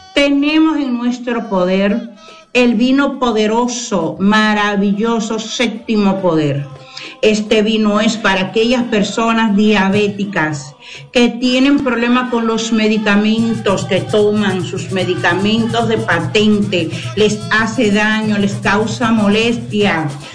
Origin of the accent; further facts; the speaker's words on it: Soconusco, Veracruz, Mexico; now in Acayucan, Mexico; yo soy de Sotonusco, pero nosotros vivimos, mi pareja y yo, vivimos en Acayucan y trabajamos y estudiamos.